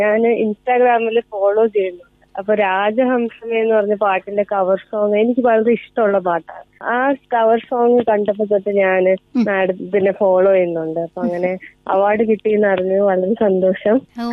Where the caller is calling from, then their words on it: Thiruvananthapuram, Kerala, India; ഞാൻ തിരുവനന്തപുരത്ത് നിന്നാണ്, കുമാരപുരം.